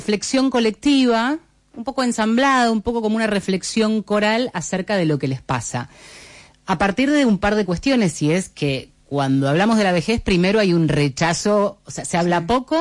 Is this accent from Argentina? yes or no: yes; Buenos Aires, Argentina; born there; no me acordaba que nací en Mataderos.